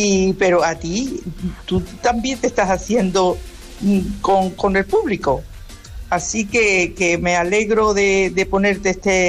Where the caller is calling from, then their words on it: Aracena, Andalusia, Spain; de Aracena, Huerva, donde está la Gruta de las Maravillas. Aracena es un pueblo maravilloso, precioso, muy bonito.